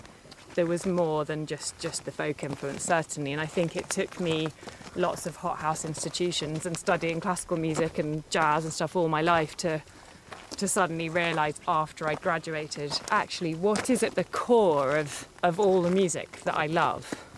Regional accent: Tuscany, Italy; born there; where I was born in Italy, out in Tuscany

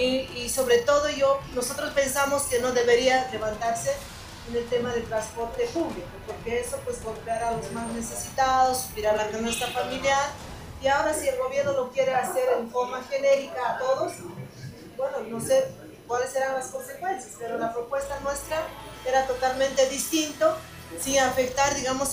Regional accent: Bolivia; porque quien va a pagar somos los bolivianos.

